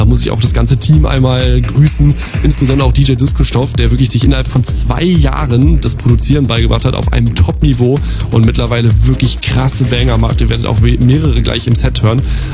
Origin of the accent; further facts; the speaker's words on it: Cologne, North Rhine-Westphalia, Germany; Equipment zusammengesammelt in die Hauptstadt Berlin und dann haben wir da als Kölner einen Rave irgendwie auf die Beine gestellt am 1. Mai